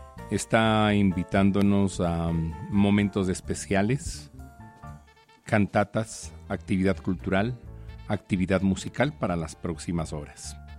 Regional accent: Ecuador; como ecuatorianos y ecuatorianas

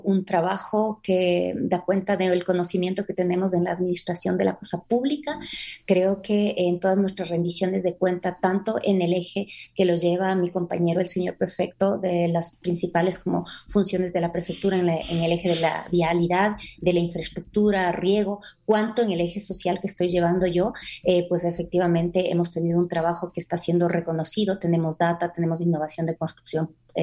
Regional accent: Ecuador; como ecuatorianos y ecuatorianas

